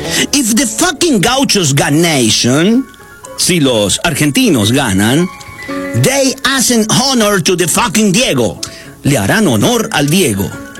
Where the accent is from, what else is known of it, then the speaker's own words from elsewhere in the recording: England, United Kingdom; Spanish is a second language; I am an Englishman. Soy un ciudadano inglés.